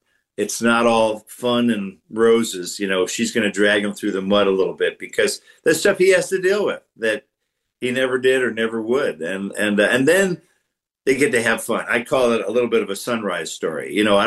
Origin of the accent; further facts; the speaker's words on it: Detroit, Michigan, United States; I'm from the Detroit area.